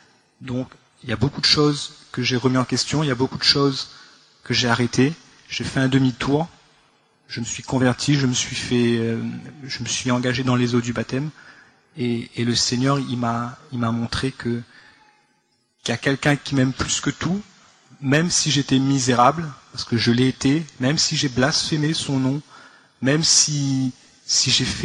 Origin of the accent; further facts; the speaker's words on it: Réunion; je viens de l'île de la Réunion